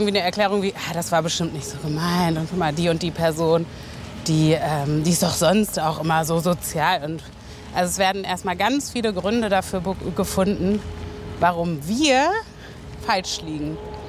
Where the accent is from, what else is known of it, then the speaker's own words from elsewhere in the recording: Germany; Also ja, klar bin ich Deutsche, aber es ist für mich jetzt nicht ein hundertprozentiges Heimatgefühl